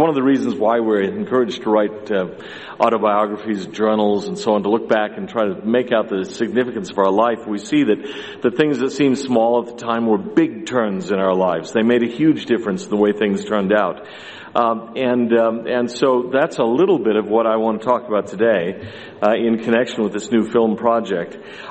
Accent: California, United States; born or raised there

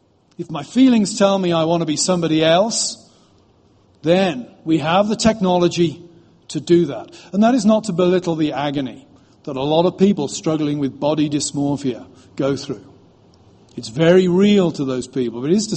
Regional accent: United Kingdom; now in United States; I'm British.

